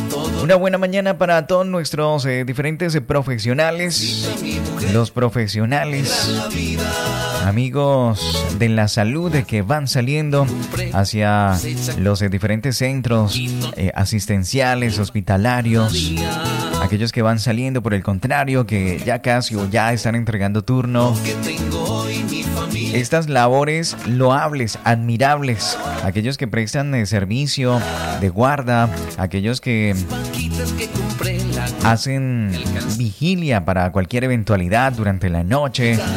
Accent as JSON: {"language": "Spanish", "country": "Colombia"}